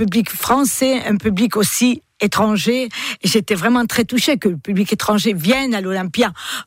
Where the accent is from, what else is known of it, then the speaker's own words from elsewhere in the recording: France; mais chez moi en France, c'était beaucoup plus intense